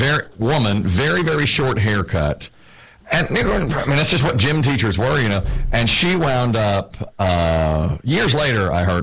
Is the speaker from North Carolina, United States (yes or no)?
yes; North Carolina, United States